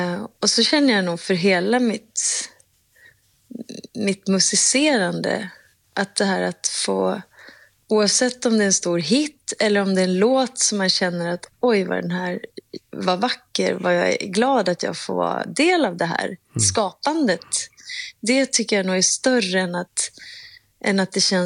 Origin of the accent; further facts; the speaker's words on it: Umeå, Västerbotten County, Sweden; Och jag är ju från Umeå. Och gick på, då hette det ju inte kulturskolan, det hette det musikskolan.